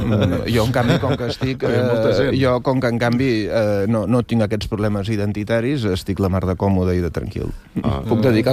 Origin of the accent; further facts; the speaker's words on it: Mataró, Catalonia, Spain; jo que sóc de Mataró